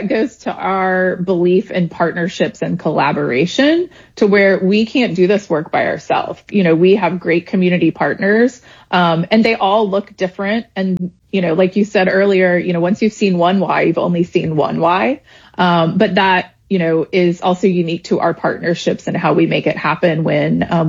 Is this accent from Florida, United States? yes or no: yes; Jacksonville, Florida, United States; I'm born and raised in Jacksonville, and I live in San Marco.